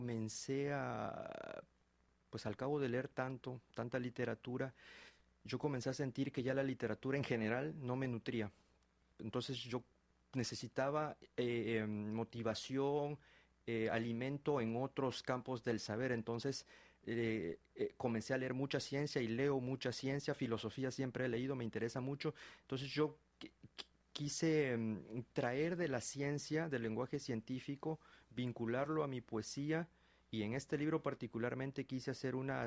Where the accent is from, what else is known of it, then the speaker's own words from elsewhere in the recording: Mexico; moved away as an adult; also born or lived in Argentina; now in France; el hecho de haber vivido en Argentina me permitió darme cuenta que siendo mexicano, pertenezco a una comunidad más vasta, más grande, cuyo horizonte común es la lengua española